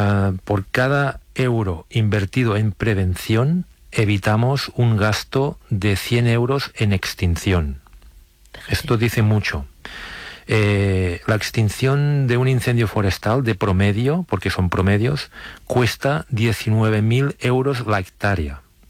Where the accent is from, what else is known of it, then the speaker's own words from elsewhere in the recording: Sant Sadurní d'Anoia, Catalonia, Spain; Yo, por ejemplo, en mi pueblo, es un pueblo que está rodeado de viñedos, San Sadurní de Noia